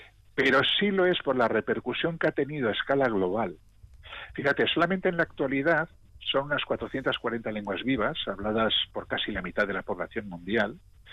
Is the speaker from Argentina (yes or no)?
no; Basque Country, Spain; como vasco y como euskaldún que soy, lo sorprendente es que nuestra lengua, ¿no?, es un milagro que haya sobrevivido